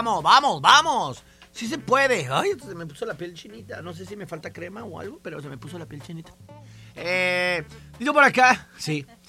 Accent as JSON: {"language": "Spanish", "country": "Mexico", "moved": "yes", "lives_now": "United States", "said": "O sea, entre semanas soy mexicano, pero para el viernes, U.S. citizen."}